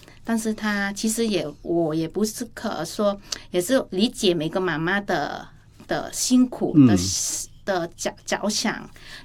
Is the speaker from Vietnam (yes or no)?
yes; Vietnam; 我说不是、我是从越南来的。